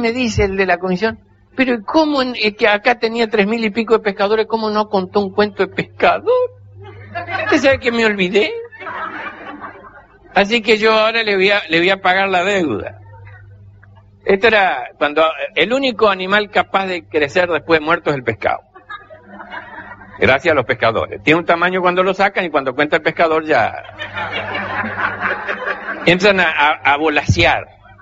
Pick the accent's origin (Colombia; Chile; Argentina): Argentina; Corrientes; y escucho los chamameches, y soy solo ahí, y ahí soy bien correntino y bien argentino en el medio del río